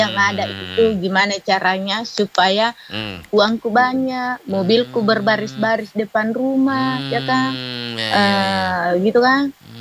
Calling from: South Sulawesi, Indonesia

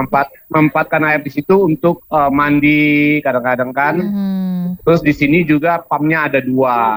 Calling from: Sungayang District, West Sumatra, Indonesia; di Kecamatan Sungai yang ini, tepatnya di daerah saya tinggal ini

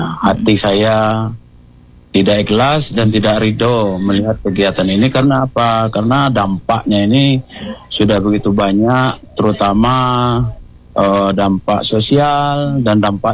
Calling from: Indonesia; daerah kami, khususnya daerah kami ini Teluk Langkap

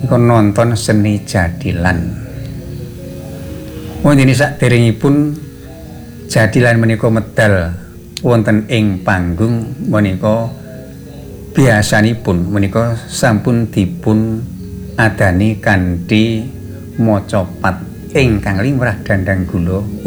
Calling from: Giri Mulyo, Special Region of Yogyakarta, Indonesia; Kula niki saking Giri Mulyo badhe nyuwun pirsa.

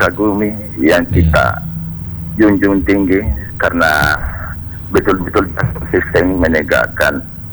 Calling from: Polewali Mandar, West Sulawesi, Indonesia; kan kebetulan saya juga orang Polman.

